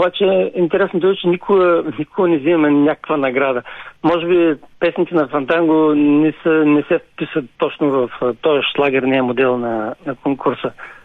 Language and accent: Bulgarian; Burgas, Burgas Province, Bulgaria; now in Varna, Bulgaria; Не, да, аз съм морски по принцип. По принцип съм от Бургас, но вече от повече от 10 години живея във Варна.